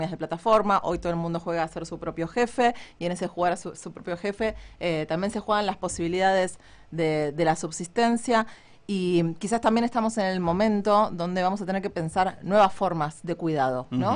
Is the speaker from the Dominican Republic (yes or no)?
no; Argentina; nuestra identidad nacional como argentinos